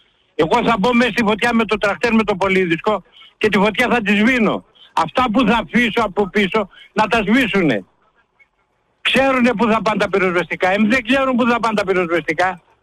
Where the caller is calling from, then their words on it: Reokastro, Central Macedonia, Greece; Από το Ρεόκαστρο είμαι ρε παιδιά